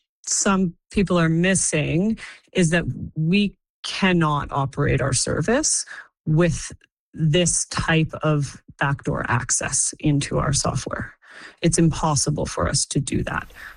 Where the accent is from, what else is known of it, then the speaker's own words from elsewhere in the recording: Canada; We are proud Canadians. We are Canadian owned, Canadian operated, and we love living and working in Canada.